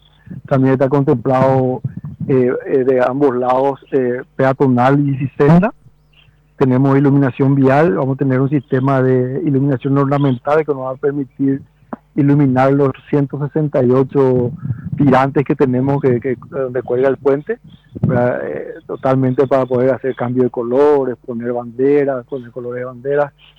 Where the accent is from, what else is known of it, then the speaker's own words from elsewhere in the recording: Paraguay; Como paraguayo me siento enormemente orgulloso de formar parte de esta obra.